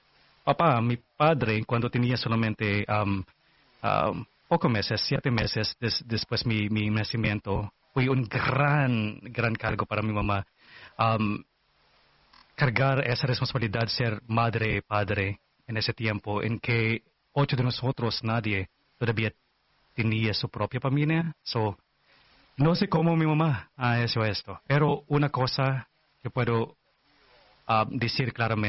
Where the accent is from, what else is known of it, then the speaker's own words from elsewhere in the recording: Philippines; now in Sacramento, United States; soy filipino, no chinito, ¿eh?